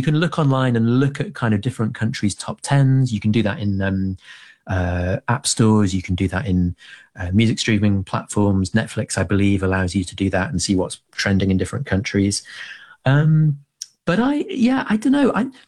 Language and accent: English; Leeds, Yorkshire and the Humber, United Kingdom; the taxi driver in Jalisco knows about Leeds United, which is, my hometown where I grew up.